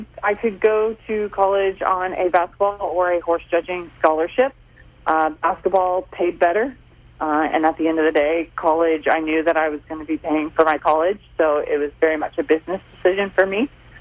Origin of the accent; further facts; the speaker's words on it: Holton, Kansas, United States; So I am originally from Holton, Kansas, which is northeast Kansas, and grew up, my parents had more of a hobby farm.